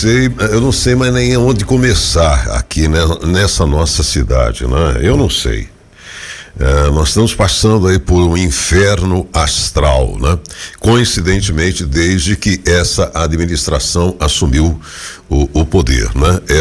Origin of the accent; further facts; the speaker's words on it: Brazil; born there; Meus filhos moram aqui, né? A gente tem os netos, tem uma história, nós nascemos aqui em Itacoaritinga